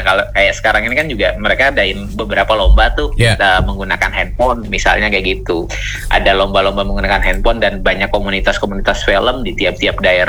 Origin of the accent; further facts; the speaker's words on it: Biak, Papua, Indonesia; saya kan juga berasal dari Papua ya, dari Biak ya